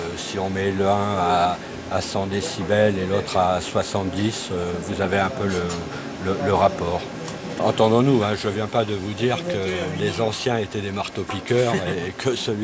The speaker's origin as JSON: {"language": "French", "town": "Quart", "region": "Aosta Valley", "country": "Italy", "said": "Oui, je suis également de Quart."}